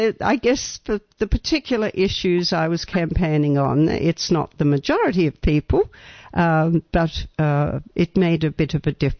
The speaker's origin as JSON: {"language": "English", "town": "Sydney", "region": "New South Wales", "country": "Australia", "moved": "as an adult", "lives_now": "Santa Cruz, United States", "said": "southeast Australia, you know, around Sydney."}